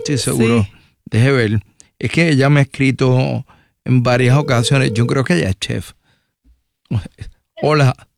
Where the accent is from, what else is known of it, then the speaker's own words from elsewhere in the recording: Puerto Rico; De Country Club soy yo, mija.